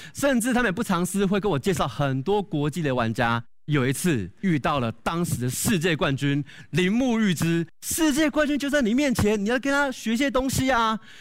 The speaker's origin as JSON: {"language": "Chinese", "region": "Chiayi County", "country": "Taiwan", "tie": "born there", "also_born_or_lived": "Tainan", "moved": "yes", "said": "我是台南人啊，但是我小时候是跟我阿嬷住在嘉义县的义竹乡，是个非常乡下的小地方。"}